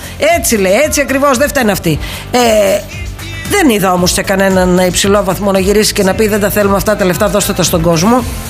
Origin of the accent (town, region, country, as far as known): Greece